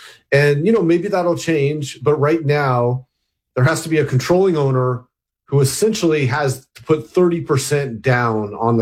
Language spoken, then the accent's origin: English; Alaska, United States; even though I have no connection to UW other than, you know, growing up in Alaska, which is in the general vicinity of UW, exactly.